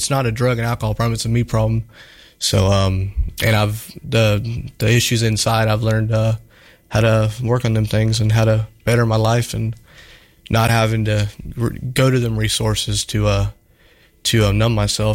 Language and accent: English; Waynesboro, United States; I'm from Waynesboro, 24 years old